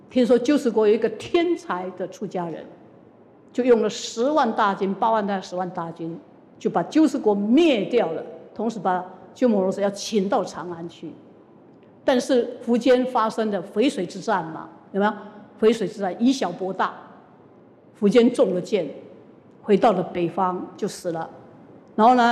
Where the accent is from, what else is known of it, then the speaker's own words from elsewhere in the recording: Yilan, Yilan County, Taiwan; 雷音寺每年的一个弥陀圣诞是我们宜兰人的嘉年华会，宜兰人快要沸腾了。